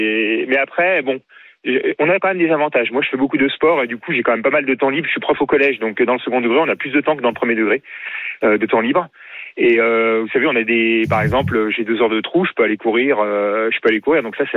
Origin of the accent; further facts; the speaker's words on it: Lyon, Auvergne-Rhône-Alpes, France; je suis lyonnais